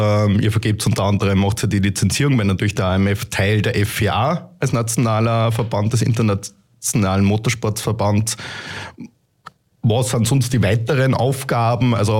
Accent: Upper Austria, Austria; als Oberösterreicher

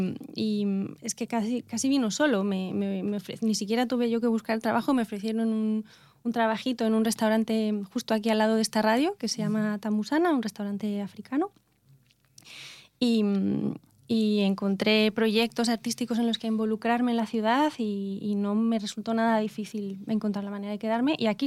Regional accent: Valladolid, Castile and León, Spain; moved away as an adult; also born or lived in Madrid; now in Linz, Austria; desde Valladolid, mi ciudad natal.

